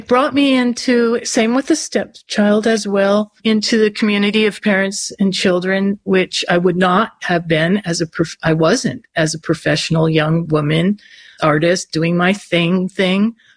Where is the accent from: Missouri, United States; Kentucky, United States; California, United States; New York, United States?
California, United States; she's from Wyoming and I'm from California, and this is the common denominator.